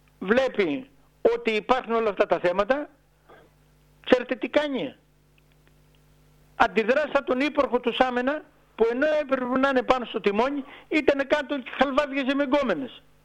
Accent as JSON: {"language": "Greek", "town": "Vathy", "region": "North Aegean", "country": "Greece", "said": "σαν βαθιώτης"}